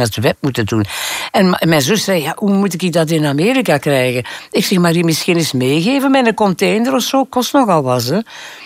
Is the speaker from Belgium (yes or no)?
yes; Turnhout, Flanders, Belgium; neem ik de telefoon op bij ons thuis in de Paterstraat in Turnhout.